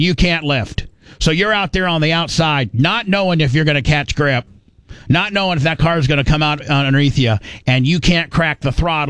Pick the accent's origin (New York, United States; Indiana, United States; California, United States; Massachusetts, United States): Indiana, United States; Growing up in Indiana